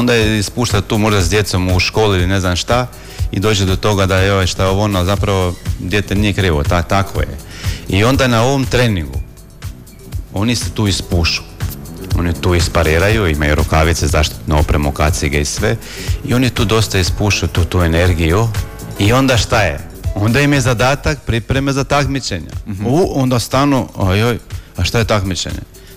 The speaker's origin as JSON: {"language": "Croatian", "country": "Croatia", "said": "kod nas u Hrvatskoj"}